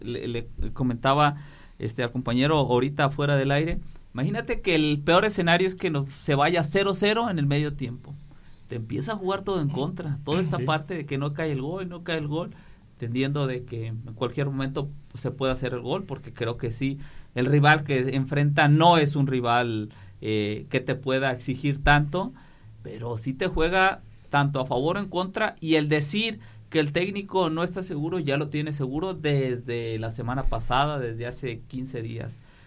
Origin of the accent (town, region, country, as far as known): Mexico